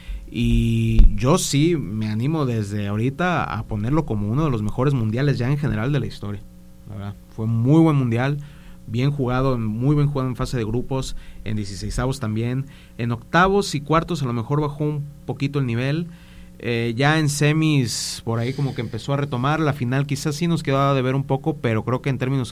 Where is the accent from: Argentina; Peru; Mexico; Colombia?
Mexico; Yo creo que para mí, como mexicano.